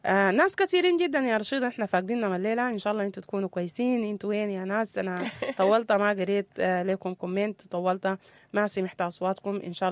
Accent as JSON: {"language": "Arabic", "country": "Sudan", "said": "أنا أفريقي وأنا سوداني،"}